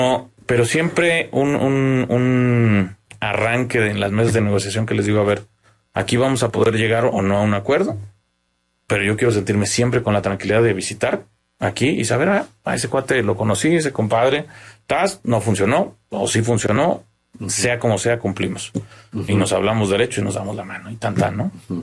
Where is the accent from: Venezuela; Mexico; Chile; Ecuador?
Mexico; Bajío; yo que soy del Bajío, pues tenemos usos y costumbres distintas a la Ciudad de México.